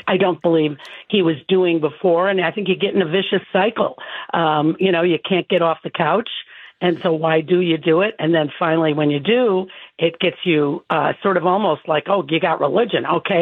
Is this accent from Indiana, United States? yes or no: yes; Michigan City, Indiana, United States; Indiana is my home. I'm from Michigan City.